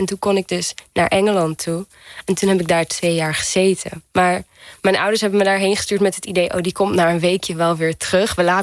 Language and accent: Dutch; Portugal; maar ik heb 2 Nederlandse ouders, maar ik ben geboren en getogen in Portugal. En daar heb ik eigenlijk mijn hele leven opgegroeid.